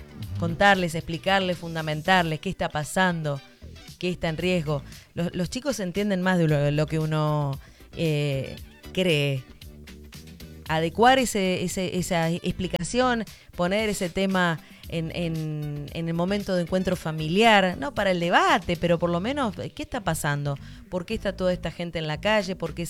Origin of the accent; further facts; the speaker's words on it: Argentina; nos plantemos como argentinos